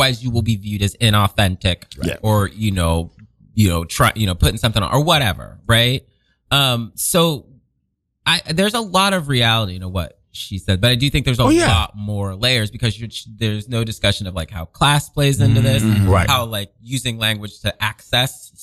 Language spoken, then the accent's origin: English; United States; first language English; especially as Black Americans